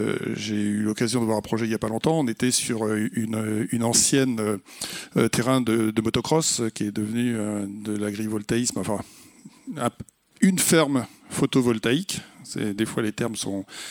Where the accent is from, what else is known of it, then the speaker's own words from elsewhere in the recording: Normandy, France; Alors je suis normand, donc je vais vous faire une réponse de normand.